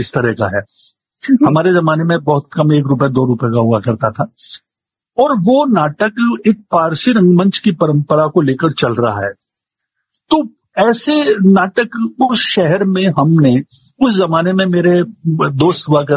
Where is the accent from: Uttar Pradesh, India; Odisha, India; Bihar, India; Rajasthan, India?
Rajasthan, India; now in Jaipur, India; मैं जयपुर में आया था 1987 में, काफी बरस हो गए, अब तो कोई पूछता भी है कि कहाँ के रहने वाले हो तो मुंह से निकलता है जयपुर का रहने वाला हूँ